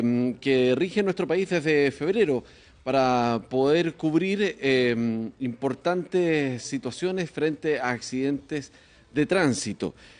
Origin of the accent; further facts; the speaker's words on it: Chile; qué tan preparados estamos nosotros también como chilenos frente al volante.